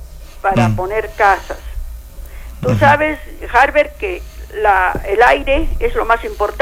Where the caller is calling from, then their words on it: Arequipa, Peru; Yo te hablo de Carmen Alto.